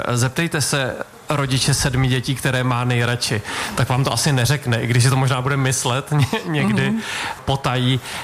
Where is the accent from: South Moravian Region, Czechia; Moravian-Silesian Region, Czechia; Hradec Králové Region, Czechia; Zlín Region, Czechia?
Hradec Králové Region, Czechia; Bolehošť; moved away as an adult; also born or lived in Rychnov nad Kněžnou / Prague; Narodil jsem se v Rychnově nad Kněžnou, protože v Opočně, které bylo blíž, zrovna malovali. A jinak jsem až do 18 let, kdy jsem pak šel studovat do Prahy, tak jsem žil v Bolehošti.